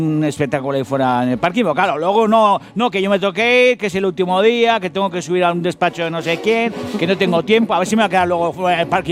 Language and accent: Spanish; Basque Country, Spain; lo hago por orgullo, lo hago por orgullo, porque soy vasco y a mí no me gana ni Bartolo.